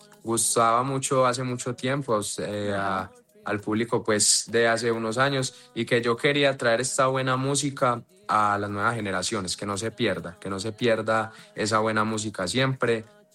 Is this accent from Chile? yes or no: no; Medellín, Antioquia, Colombia; born there; Medellín para mí representa mi tierra, mi gente, donde nacimos